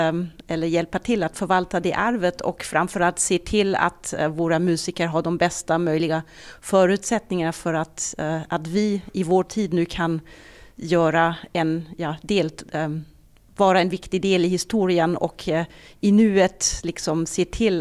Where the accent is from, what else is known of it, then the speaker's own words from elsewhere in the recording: Germany; Swedish is a second language; now in Sweden; Jag är från Tyskland så det kan hända att jag använder ord som kanske inte passar 100%.